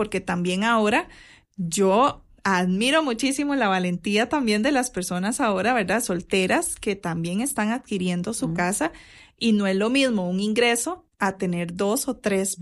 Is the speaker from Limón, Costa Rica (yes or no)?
yes; Limón, Costa Rica; moved away; Yo soy de Limón, entonces yo extraño muchísimo los árboles de limones y carambolas en el patio